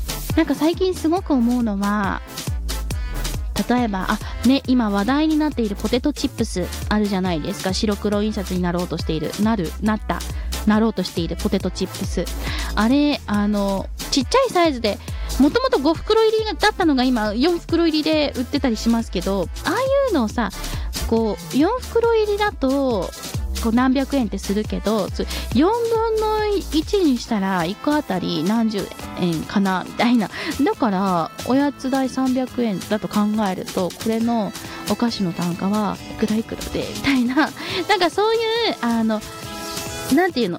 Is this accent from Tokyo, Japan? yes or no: yes; Tokyo, Japan; born there; 私は私で東京で、まあ、千葉がね近いところだったので千葉に遠足行くことが多かったですけど